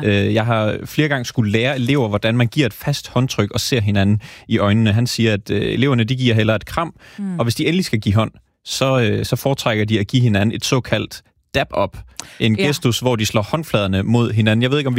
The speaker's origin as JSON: {"language": "Danish", "region": "Jutland", "country": "Denmark", "said": "Som jyde kan jeg sige, vi krammer også en gang imellem. I Jylland."}